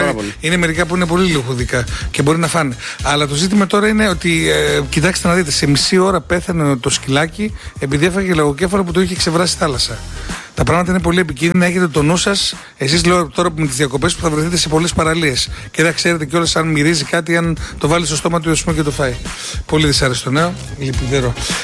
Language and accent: Greek; Megali Panagia, Central Macedonia, Greece; που είχε πάει και στο χωριό μου στη Μεγάλη Παναγία με 5.000 άτομα κάτω